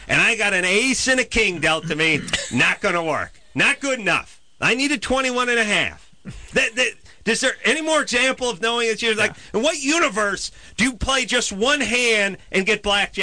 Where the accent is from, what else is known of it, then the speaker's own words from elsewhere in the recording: California, United States; I'm from Southern California.